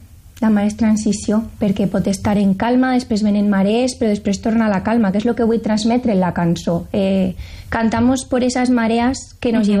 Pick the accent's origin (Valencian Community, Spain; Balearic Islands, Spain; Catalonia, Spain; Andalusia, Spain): Valencian Community, Spain; Paiporta; un festival que faran en el meu poble, en Paiporta, sobre la Dana